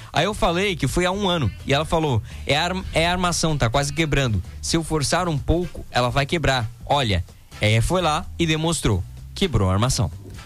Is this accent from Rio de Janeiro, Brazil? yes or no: no; São Paulo, Brazil; um mora em outro estado, em Goiás, 4 anos, e sou de São Paulo.